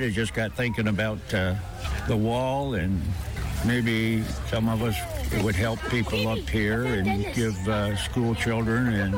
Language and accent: English; Pennsylvania, United States; Well, I have to say that I grew up in Pennsylvania on a dairy farm, and my dad died when I was 8, my brother, and we went ahead and milked cows and did farm work.